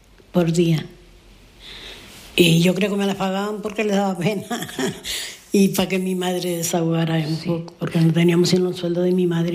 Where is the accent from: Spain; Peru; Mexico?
Spain; El Roque, Canary Islands; nosotras después ya bajamos del Roque a Cabo Blanco. Es decir, mi pueblo está más alto y Cabo Blanco como más a la costa.